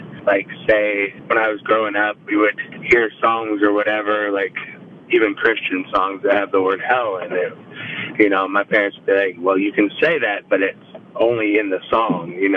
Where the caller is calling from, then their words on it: Fort Wayne, Indiana, United States; I'm from Fort Wayne.